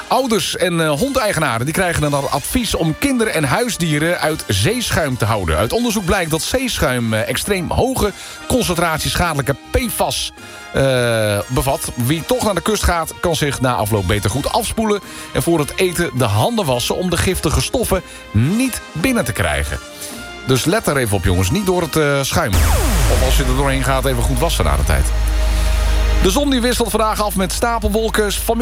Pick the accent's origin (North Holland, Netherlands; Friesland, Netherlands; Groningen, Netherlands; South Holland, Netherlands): Friesland, Netherlands; Die hebben dan net iets meer dan bij ons in Friesland.